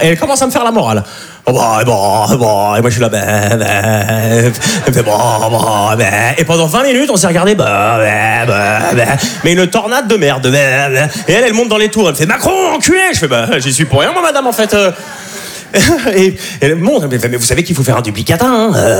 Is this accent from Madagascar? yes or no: no; Switzerland; moved away as an adult; now in Paris, France; je suis suisse, ça fait 2 ans que j'habite à Paris.